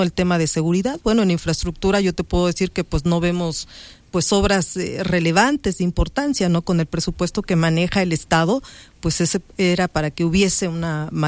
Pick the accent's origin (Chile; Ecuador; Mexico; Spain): Mexico; Cuautla, Morelos; moved away as an adult; now in Cuernavaca, Mexico; yo soy originaria de Cuautla, tengo una residencia de más de 20 años en Cuernavaca